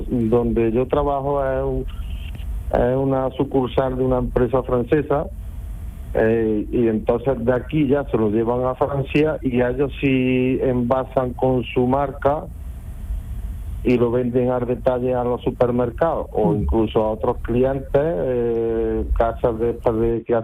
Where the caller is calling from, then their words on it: La Montiela, Andalusia, Spain; Estoy en La Montiela, un pueblo que pertenece a Córdoba